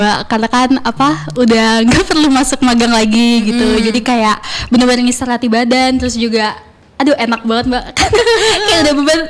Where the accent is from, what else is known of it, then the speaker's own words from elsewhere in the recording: Samarinda, East Kalimantan, Indonesia; moved away as an adult; now in Malang, Indonesia; keluarga nenek aku, kakek aku itu emang orang asli Malang. Tapi emang aku sendiri personal itu tuh lahir dan juga besar ya di Kalimantan Timur.